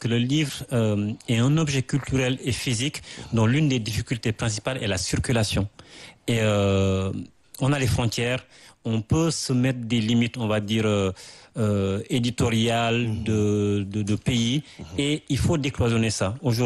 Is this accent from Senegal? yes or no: yes; Senegal; même en tant que Sénégalais